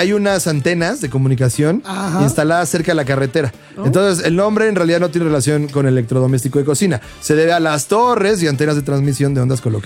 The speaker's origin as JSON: {"language": "Spanish", "country": "Mexico", "said": "todos los mexicanos que conocemos a una colombiana"}